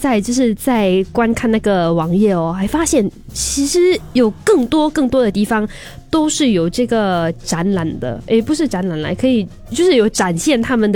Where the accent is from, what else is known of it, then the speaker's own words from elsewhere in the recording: Singapore; 因为我们新加坡就是双语教育嘛